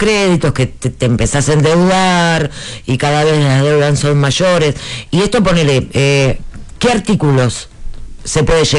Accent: Buenos Aires, Argentina; Yo nací en Barracas, vivo en Barracas, viví toda mi vida

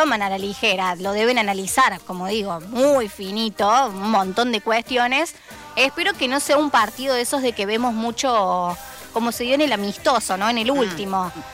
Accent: Argentina; como bien argentinos que somos.

